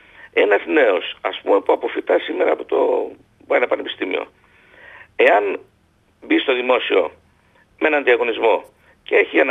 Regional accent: Epirus, Greece; Είμαι από την Ήπειρο

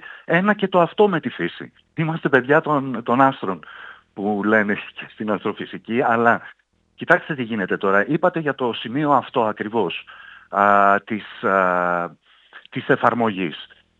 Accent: Greece; γιατί εμείς σαν Έλληνες

